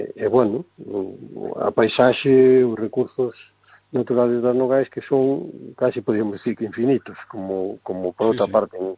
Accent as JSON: {"language": "Galician", "region": "Galicia", "country": "Spain"}